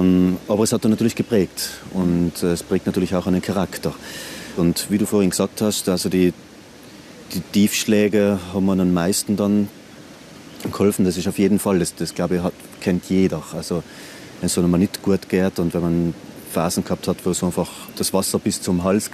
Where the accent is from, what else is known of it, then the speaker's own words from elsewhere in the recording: Trentino-Alto Adige, Italy; die waren auch größeren Almen entweder in der Schweiz oder bei uns in Südtirol